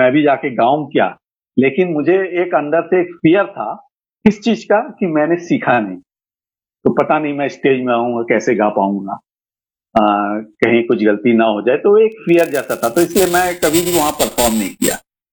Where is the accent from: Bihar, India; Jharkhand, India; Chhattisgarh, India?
Chhattisgarh, India; Bhilai; मैं भिलाई छत्तीसगढ़ का रहने वाला हूँ